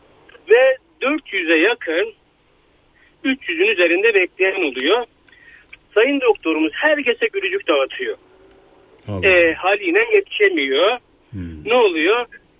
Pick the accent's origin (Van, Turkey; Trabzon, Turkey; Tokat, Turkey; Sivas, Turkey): Van, Turkey; Erciş; Ben Erdişliyim. Erciş Şehit Rıdvan Çevik Devlet Hastanemiz var.